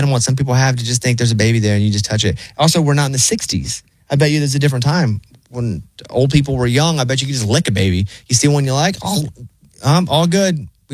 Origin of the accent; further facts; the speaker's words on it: the South, United States; Okay, I grew up in the South. It's very common.